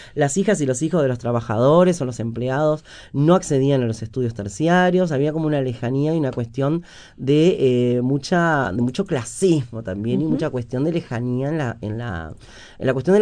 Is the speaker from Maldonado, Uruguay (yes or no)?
yes; San Carlos, Maldonado, Uruguay; moved away; yo soy del interior. Yo soy nacida y criada en el interior y tengo un compromiso muy grande con el interior, porque cuando una se crió, yo me crié en los 90, en San Carlos